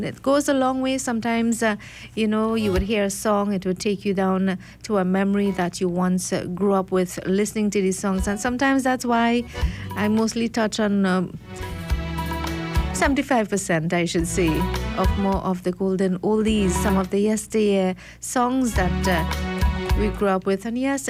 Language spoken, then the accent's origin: English; Princes Town, Trinidad & Tobago; And I grew up in the Southland, more in the Princestown area, and I must say that we celebrated all religions.